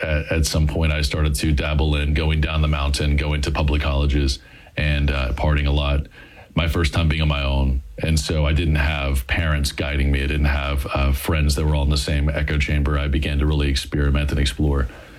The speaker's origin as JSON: {"language": "English", "town": "Douglasville", "region": "Georgia", "country": "United States", "tie": "born or raised there"}